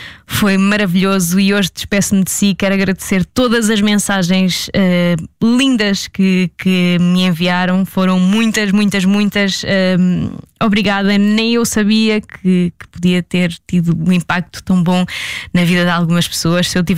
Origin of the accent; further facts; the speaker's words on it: Aveiro, Portugal; now in Lisbon, Portugal; vou deixar Lisboa, vou voltar para, para o sítio onde eu nasci e cresci, que é na zona de Aveiro.